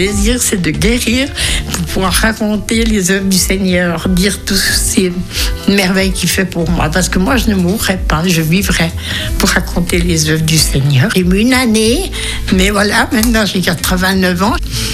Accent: Germany; French is a second language; now in Switzerland; c'était comme elle savait l'allemand, je suis allemand.

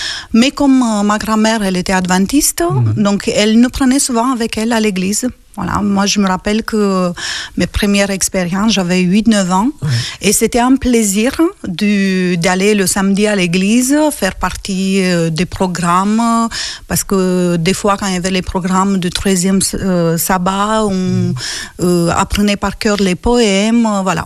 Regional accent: Războieni, Iași County, Romania; accent: Romanian; French is a second language; moved away as an adult; also born or lived in Italy; now in France; moi, je suis née à Iași, mais j'ai vécu à 50 km dans la campagne. Et cette petite ville que j'aime beaucoup s'appelle Războieni. Et c'est là que j'ai grandi.

